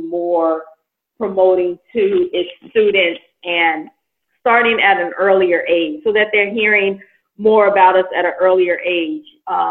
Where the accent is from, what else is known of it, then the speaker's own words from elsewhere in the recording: Seattle, Washington, United States; I grew up in Seattle.